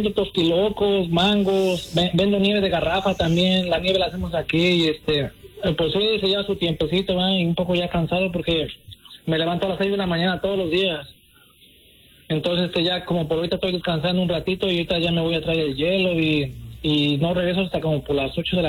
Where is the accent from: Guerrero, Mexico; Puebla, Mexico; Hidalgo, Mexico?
Puebla, Mexico; moved away as an adult; now in El Monte, California, United States; yo soy de México, bueno … me presento, soy de la ciudad de Puebla, y estoy aquí desde el 2007, un tiempo que llegué para acá